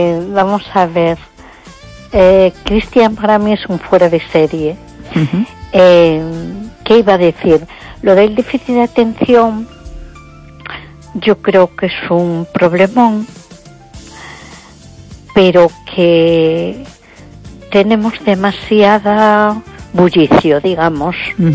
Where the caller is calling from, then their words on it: A Coruña, Galicia, Spain; de Coruña.